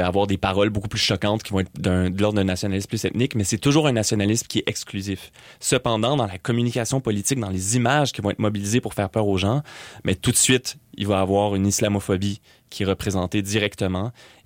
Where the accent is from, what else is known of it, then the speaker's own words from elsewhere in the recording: Quebec, Canada; ça peut nous parler à nous en tant que Québécois